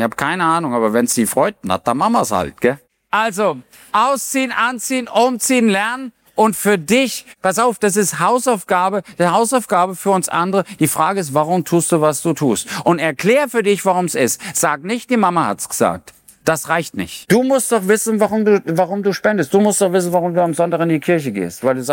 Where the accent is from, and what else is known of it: Germany; born there